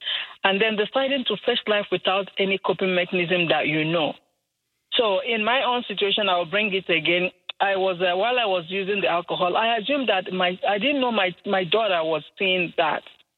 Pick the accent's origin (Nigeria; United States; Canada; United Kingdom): Nigeria; Enugu State; I'm an African. I'm a Nigerian from a province called Enugu State in Nigeria.